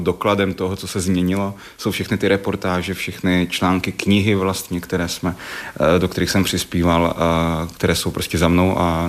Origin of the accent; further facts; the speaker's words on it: Krásné Pole, Moravian-Silesian Region, Czechia; moved away as an adult; Má manželka je přes kopec z Velké Polomy, já jsem z Krásného Pole